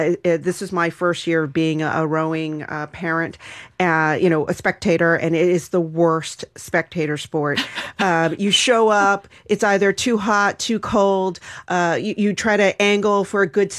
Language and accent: English; Maryland, United States; I grew up in Maryland.